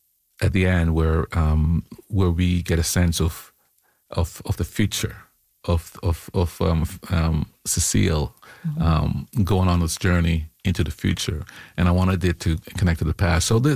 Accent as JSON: {"language": "English", "country": "Jamaica", "tie": "born there", "said": "I mean, I was born in Jamaica, and so the idea of magic and reality operating on the same plane is not unusual for me."}